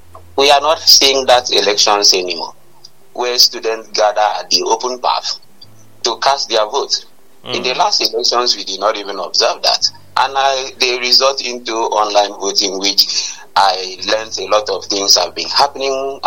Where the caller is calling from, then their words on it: Calabar, Cross River, Nigeria; Yeah, this is the mayor of Urumuko calling from Calabar.